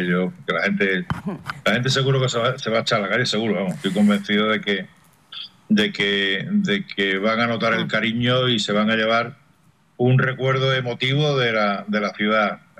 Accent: Spain; que somos españoles, que somos españoles, que somos españoles.

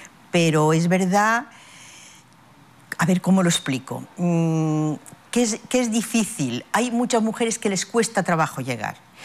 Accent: León, Castile and León, Spain; Yo soy de León

